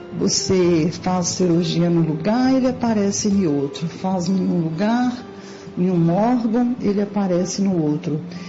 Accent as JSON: {"language": "Portuguese", "town": "Belo Horizonte", "region": "Minas Gerais", "country": "Brazil", "said": "eu sou de Belo Horizonte."}